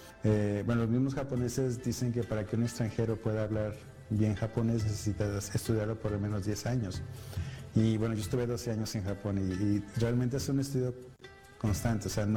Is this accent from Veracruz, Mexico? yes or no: no; Arteaga, Coahuila, Mexico; de Misioneros de Guadalupe. Soy originario de Arteaga, Coahuila, está en el norte de México.